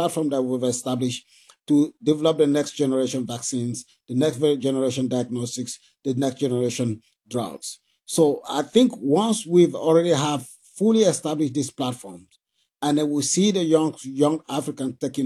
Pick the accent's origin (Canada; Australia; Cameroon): Cameroon; English is a second language; Oh, yeah. I grew up in Cameroon, a very rural place in Cameroon, in a place where there was a lot of malaria as a disease.